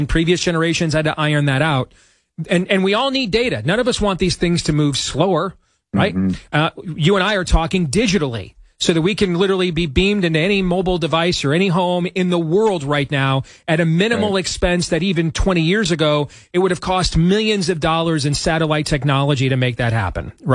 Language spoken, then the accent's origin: English; Iowa, United States; my home state of Iowa